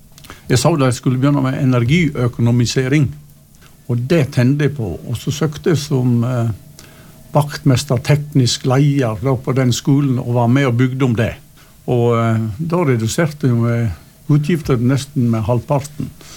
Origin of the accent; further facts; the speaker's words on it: Øvre Årdal, Vestland, Norway; moved away as an adult; now in Innvik, Stryn, Norway; Jeg har vokst opp i Øvre Årdal og vært der for det meste. Ja, jeg er stolt Årdal.